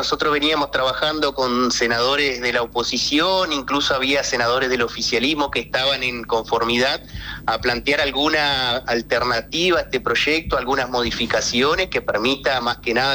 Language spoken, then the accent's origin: Spanish; Entre Ríos, Argentina